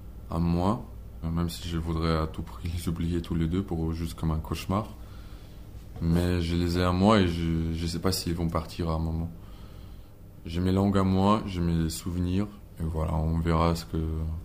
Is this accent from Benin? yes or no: no; Ukraine; French is a second language; also born or lived in Moscow, Russia; now in France; Enfin, c'est sûr que je suis ukrainien. C'est ma nationalité. Je suis né et je vais peut-être mourir ukrainien